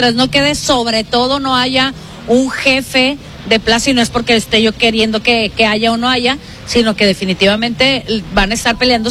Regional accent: Mazatlán, Sinaloa, Mexico; yo digo que soy de Sinaloa y Culiacán, no, soy de Mazatlán.

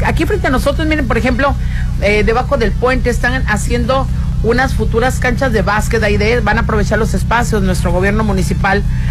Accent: Sinaloa, Mexico; como sinaloenses, como mexicanas, queremos de verdad lo mejor para nuestro estado

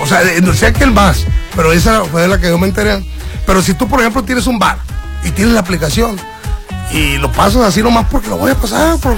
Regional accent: Mexico

